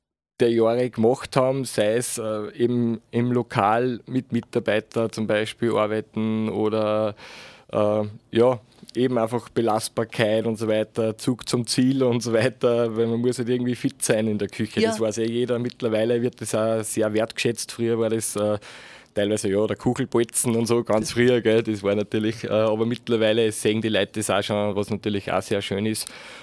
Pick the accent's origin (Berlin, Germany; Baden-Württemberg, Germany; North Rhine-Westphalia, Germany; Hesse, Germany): North Rhine-Westphalia, Germany; Cologne; nach der Hotelfachschule habe ich dann eben am Attersee nochmal gearbeitet, als Kölner.